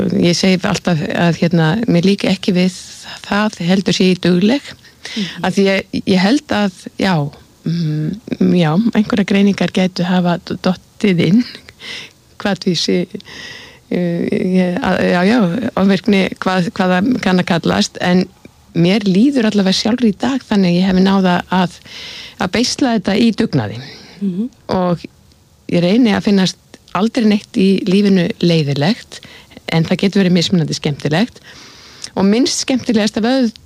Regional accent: Western Region, Iceland; ég uppalinn í Borgarfirði og á þrjú sískinni og foreldra

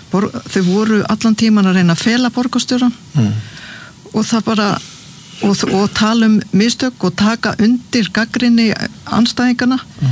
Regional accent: Suðurnesjabær, Southern Peninsula, Iceland; samfylkingin vann sigur í Suðurnesjabæ, mínum heimabæ

